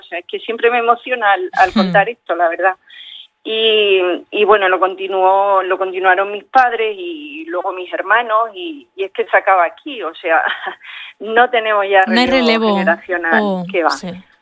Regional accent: Miajadas, Extremadura, Spain; also born or lived in Escorial; Yo es que soy de Miajadas, pero bueno, tenemos el obrador en Escorial. y en Miajadas hay un tipo de pestiño y en Escuriola hay otro tipo.

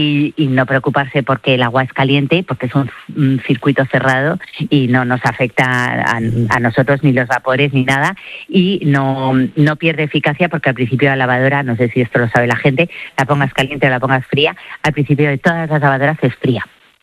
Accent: Spain; De la vera, por supuesto, que para eso somos españoles

